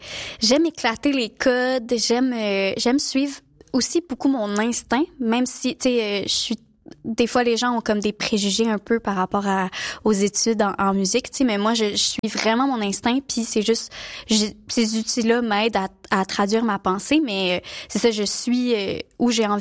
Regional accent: Montreal, Quebec, Canada; je viens de Montréal.

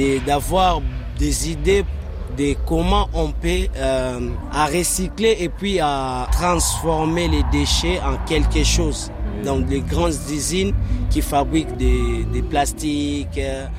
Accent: Kinshasa, DR Congo; chez nous à Kinshasa

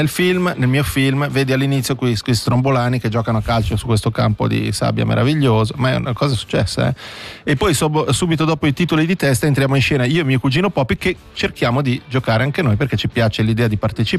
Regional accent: Switzerland; spiegare che siamo svizzeri, perché sennò gli strombolani ci mettiamo 3 ore a fargli capire cos'è la Svizzera, perché parliamo italiano.

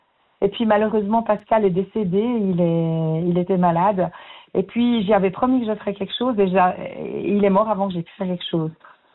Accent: Saint-Imier, Bern, Switzerland; quand j'étais petite à Saint-Imier, il y avait beaucoup de migrants italiens qui n'étaient pas toujours bien traités. C'était dans les années 70.

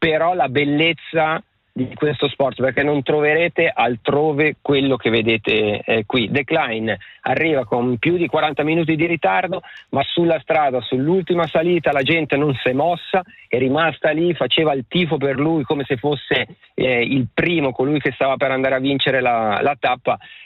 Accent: Stabio, Ticino, Switzerland; io sono di Stabio

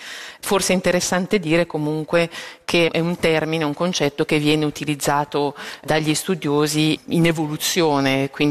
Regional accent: Ticino, Switzerland; io sono ticinese.

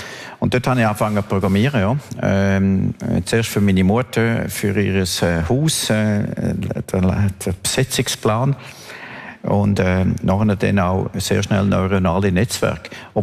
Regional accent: Graubünden, Switzerland; born or raised there

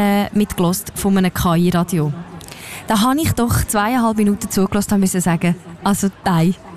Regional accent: Lucerne, Switzerland; Als Luzernerin habe ich das halt irgendwie immer ein bisschen schwierig gefunden

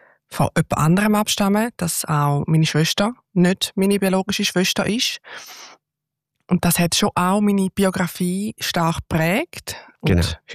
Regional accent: Lake Constance, Germany; Ich bin am Bodensee aufgewachsen, sehr idyllisch, sehr schön, eine schöne Kindheit.

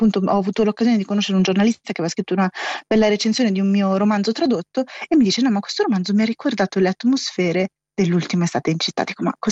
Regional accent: Milan, Lombardy, Italy; now in Rome, Italy; da milanese che vivo a Roma

